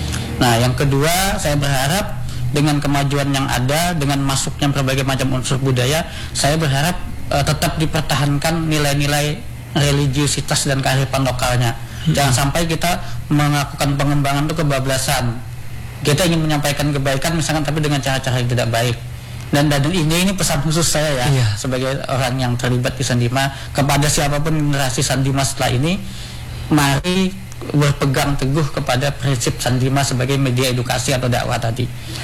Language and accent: Indonesian; Samarinda, East Kalimantan, Indonesia; Nah kalau saya memang asli Banjar ya, asli Banjar Samarinda juga.